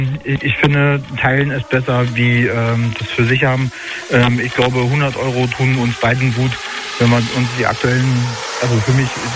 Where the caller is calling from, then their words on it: Berlin, Germany; komme aus Pankow